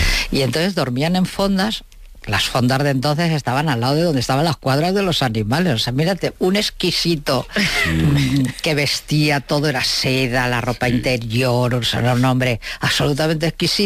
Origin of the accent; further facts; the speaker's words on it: Navalsao, Castile and León, Spain; este pueblecito que yo te digo, de Navalsao, de Ávila. Y él se fue hasta Ávila en tren, y de Ávila a mi pueblo en burro.